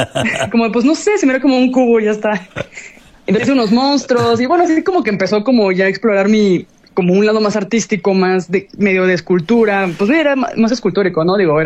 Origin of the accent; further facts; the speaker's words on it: Mexico; also born or lived in Madrid, Spain / Gdansk, Poland; now in Querétaro, Mexico; para mí como mexicana